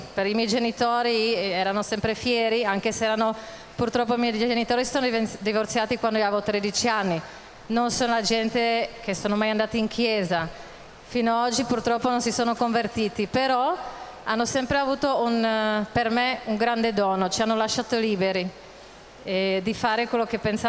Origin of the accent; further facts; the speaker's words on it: Czechia; Italian is a second language; moved away as an adult; now in Italy; io vengo dalla Repubblica Ceca, che come tanti sanno è un paese ex comunista, quindi è un paese dove di Gesù della fede non si parla molto.